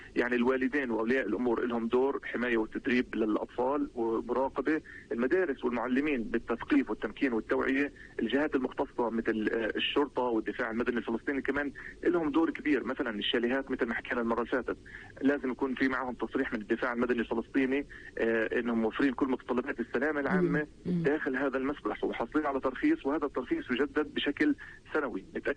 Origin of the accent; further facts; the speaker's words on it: Palestine; عندنا في فلسطين